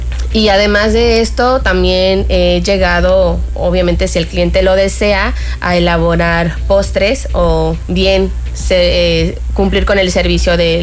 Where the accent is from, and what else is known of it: Mexico